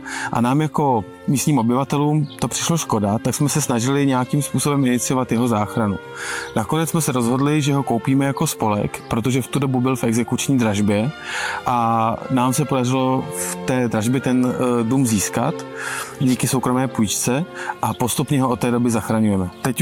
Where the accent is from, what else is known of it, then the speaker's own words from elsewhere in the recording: Úterý, Plzeň Region, Czechia; Když někde řeknu, že jsem z Úterý, tak se mě každý ptá, co to je, kde to je.